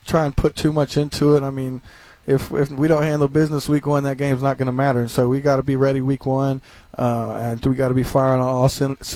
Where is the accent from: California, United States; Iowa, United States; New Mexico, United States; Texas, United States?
Texas, United States; Houston; come back and play in my hometown